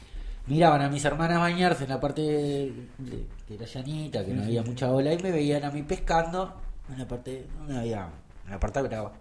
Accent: Lagomar, Canelones, Uruguay; born there; nací en. En Lago Mar

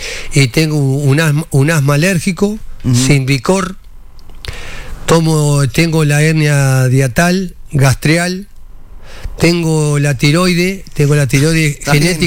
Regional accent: Sarandí del Yí, Durazno, Uruguay; born there; En Sarandí del Yí.

